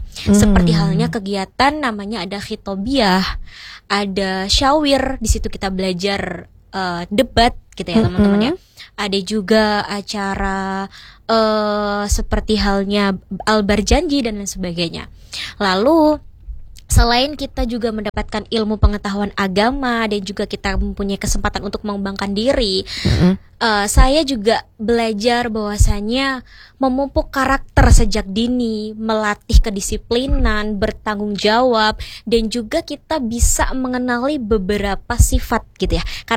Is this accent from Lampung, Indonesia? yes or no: yes; Pasir Sakti, Lampung, Indonesia; now in Yogyakarta, Indonesia; Ya, tepatnya ada di Lampung Timur, Kecamatan Pasir Sakti.